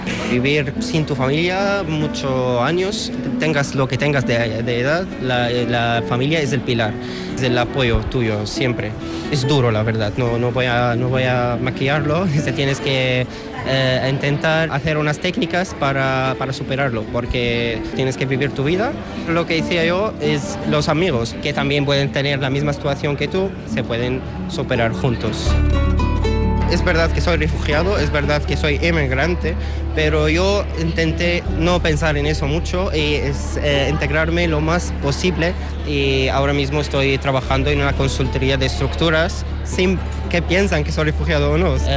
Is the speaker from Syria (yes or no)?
yes; Damascus, Damascus Governorate, Syria; Spanish is a second language; moved away as an adult; Soy estudiante de arquitectura, soy de origen sirio, de Damasco, de la capital, y tengo 29 años.